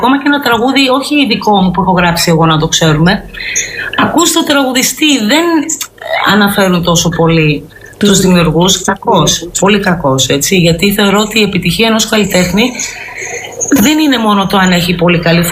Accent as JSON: {"language": "Greek", "country": "Zimbabwe", "tie": "born or raised there", "moved": "yes", "lives_now": "Greece", "said": "γεννήθηκα μεγάλωσα στη Νότια Αφρική, πρώην Ροδεσία, είναι Ζιμπάμπουε."}